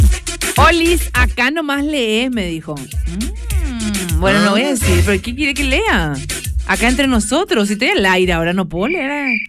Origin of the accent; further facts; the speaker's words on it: Clorinda, Formosa, Argentina; saludos de Clorinda y saludos a mi ciudad natal, Clorinda